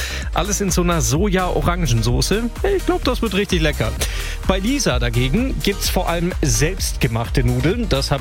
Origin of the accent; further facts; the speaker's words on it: Swabia, Germany; da muss ich als Schwabe sagen